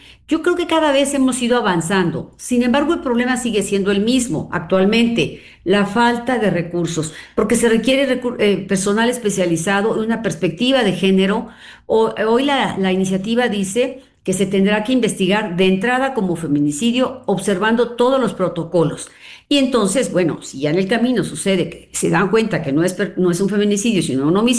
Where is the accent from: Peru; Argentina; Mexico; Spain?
Mexico; Hidalgo; Mira, yo soy de Hidalgo.